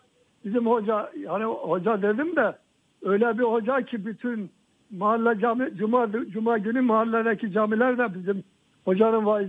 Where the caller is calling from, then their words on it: Istanbul, Turkey; Ben İstanbul Beykoz'dan arıyorum. Beykoz'un Çavuşbaşı Fatih Mahallesi, Fatih Camii'nden.